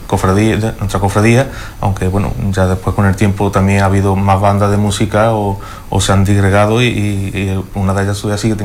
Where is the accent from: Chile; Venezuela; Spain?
Spain; Marmolejo, Andalusia